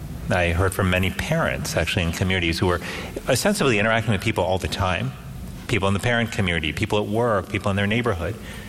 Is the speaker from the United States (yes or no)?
yes; Miami, Florida, United States; I was born in Miami and brought up in Miami, they say, you don't really look like someone who's from Miami.